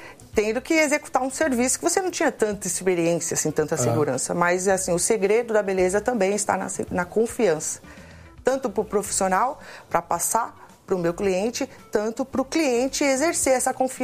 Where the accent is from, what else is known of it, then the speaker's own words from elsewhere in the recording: São Paulo, Brazil; now in Itapecerica da Serra, Brazil; Eu nasci em São Paulo e fui criada no Capão Redondo.